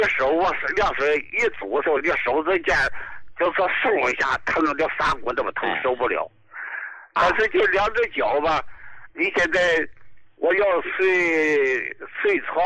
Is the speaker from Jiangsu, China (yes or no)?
no; Dalian, Liaoning, China; 我是大连的哈，就在一大二院的